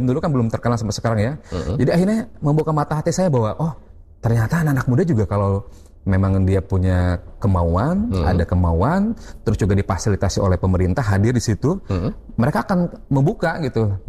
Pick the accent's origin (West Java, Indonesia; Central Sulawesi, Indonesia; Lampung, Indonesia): West Java, Indonesia; Kuningan; Camat di desa saya di Kalimanggis itu minta saya untuk mewakili kecamatan di ajang Pasanggiri, Mojang dan Jajaka Kuningan. 2008. Itu pasca saya baru saja lulus S1. Artinya memang waktu itu memang saya masih sekitar 22-23